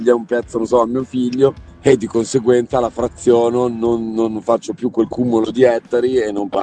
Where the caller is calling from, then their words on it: Bologna, Emilia-Romagna, Italy; sono bolognese.